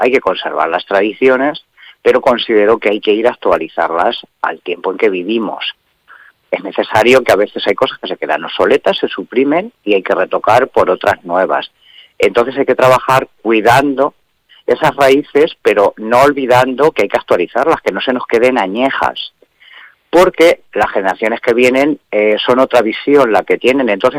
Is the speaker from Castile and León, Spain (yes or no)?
no; Tomelloso, Castilla-La Mancha, Spain